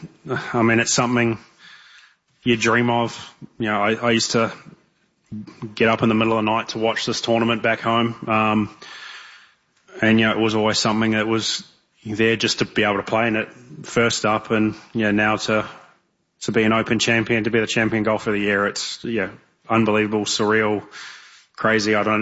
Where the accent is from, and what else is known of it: New Zealand; born or raised there